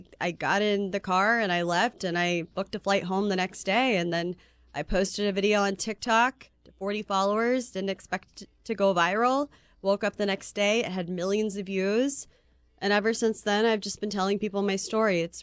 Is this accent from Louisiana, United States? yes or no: no; Kansas City, Missouri, United States; I grew up in the middle of the country. I'm from Kansas City, Missouri, and I came from a Democratic Union family.